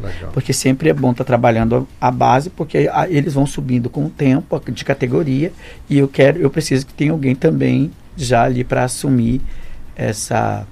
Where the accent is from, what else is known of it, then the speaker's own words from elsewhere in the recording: Roraima, Brazil; nós somos roraimenses. Porque eu tenho orgulho da minha terra.